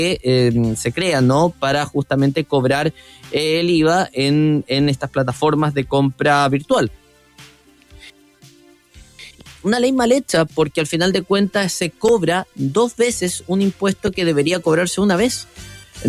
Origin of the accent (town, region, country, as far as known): Chile